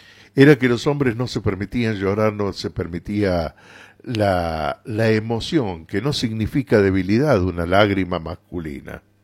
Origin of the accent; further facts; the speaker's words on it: Córdoba, Argentina; En mi vida de Córdoba, de cordobés, yo jugaba al básquetbol.